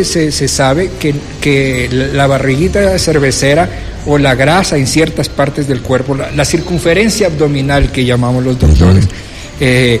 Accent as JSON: {"language": "Spanish", "town": "Guayaquil", "region": "Guayas", "country": "Ecuador", "moved": "yes", "lives_now": "Quito, Ecuador", "said": "yo soy de Guayaquil, yo cuando llegué a Quito"}